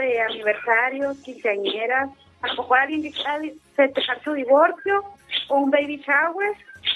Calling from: Mexico; De acá del Abraham.

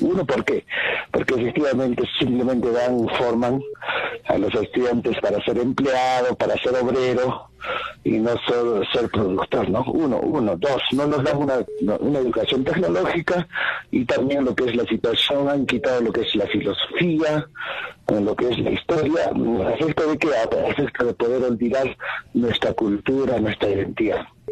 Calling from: Azángaro, Puno, Peru; Desde Azángaro, ¿no?

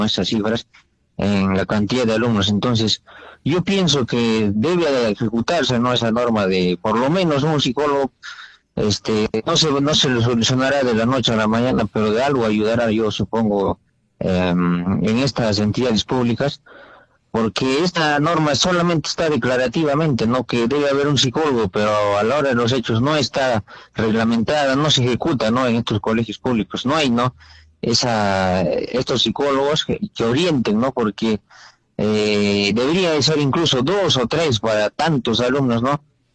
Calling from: Tacna, Peru

